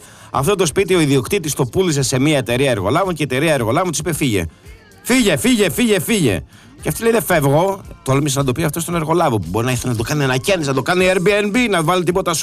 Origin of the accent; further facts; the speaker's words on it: Patras, Western Greece, Greece; να τους κεράσω λουκουμάκι και τέντουρα παραγωγή από την πατρίδα μου, την Πάτρα.